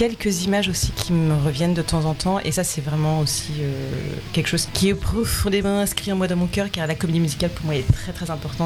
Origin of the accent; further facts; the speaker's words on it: Troyes, Grand Est, France; Parce que je viens de Troyes, dans l'Aube